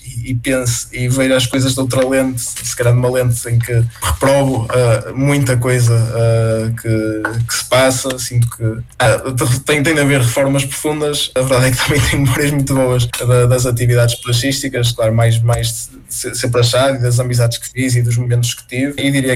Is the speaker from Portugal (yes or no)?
yes; Braga, Norte, Portugal; moved away; Eu nasci e cresci em Braga, depois também andei na universidade em Braga